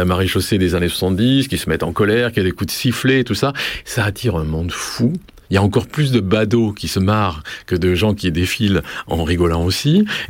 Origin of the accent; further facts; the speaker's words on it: Southwest France, France; moi, je suis du Sud-Ouest, et mon tropisme n'est pas du tout vers la Méditerranée